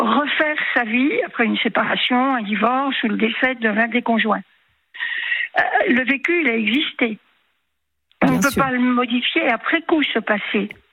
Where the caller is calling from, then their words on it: Provence-Alpes-Côte d'Azur, France; D'une jolie petite ville qui s'appelle Saint-Nazaire-sur-Mer.